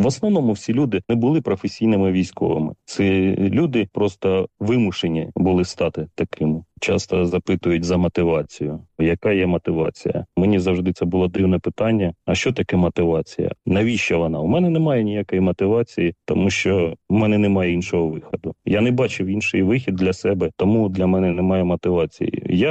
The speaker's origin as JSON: {"language": "Ukrainian", "region": "Kharkiv Oblast", "country": "Ukraine", "said": "ми з Куп'янського району, він теж під окупацію потрапив."}